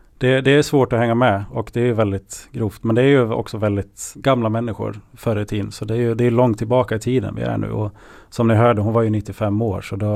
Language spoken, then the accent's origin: Swedish; Ludvika, Dalarna County, Sweden; now in Uppsala, Sweden; Jag kommer själv från Dalarna. Från södra delen av Dalarna i Ludvika kommun. Men det är väl, nu har jag bott i Uppsala ett litet tag så det har väl jämnat ut sig en del.